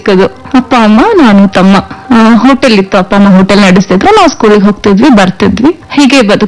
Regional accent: Bengaluru, Karnataka, India; ನಾನು ಹುಟ್ಟಿ ಬೆಳೆದಿದ್ದು ಮೂಲತಃ ಬೆಂಗಳೂರು. ನಮ್ಮ ಸ್ವಂತ ಊರು ಬಂದು ಶಿರಾ ತಾಲೂಕಿನ ದ್ವಾರಾಳು ಅನ್ನೋ ಒಂದು ಗ್ರಾಮ.

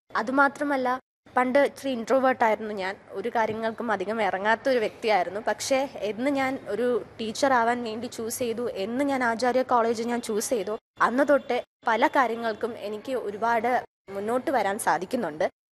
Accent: Thiruvananthapuram, Kerala, India; ഞാൻ തിരുവനന്തപുരം സ്വദേശിനിയാണ്.

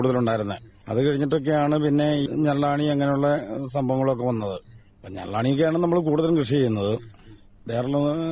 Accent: Kunchithanni, Kerala, India; born there; Kunchithanni government ഹൈസ്കൂളിലായിരുന്നു വിദ്യാഭ്യാസം.

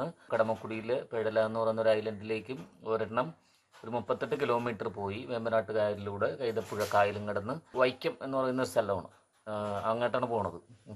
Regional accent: Ernakulam, Kerala, India; ഞാൻ എറണാകുളം തന്നെ സ്വദേശിയാണ്.

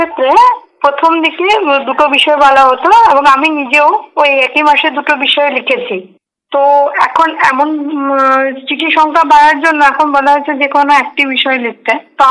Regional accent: Bardhaman, West Bengal, India; হ্যাঁ, ছোটবেলা যেরকম সবার প্রথমে প্রাইমারি স্কুল, যেরকম আমাদের গ্রামে প্রাইমারি স্কুল, আমার বাড়ি থেকে হয়তো একটুখানি মানে চার পাঁচ থেকে ছয় সেকেন্ডের মধ্যে এক ছুটে চলে যাওয়া আর এক ছুটে চলে আসা এরকম ব্যাপার।

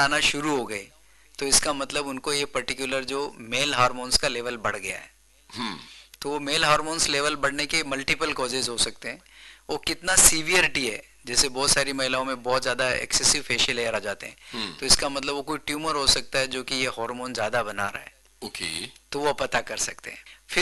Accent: Rajasthan, India; मैं राजस्थान का रहने वाला हूँ

